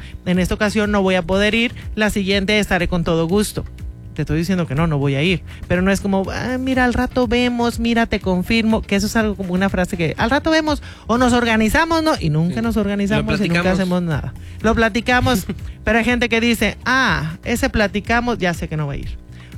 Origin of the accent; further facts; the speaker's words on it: Mexico; como mexicanos no sabemos poner límites.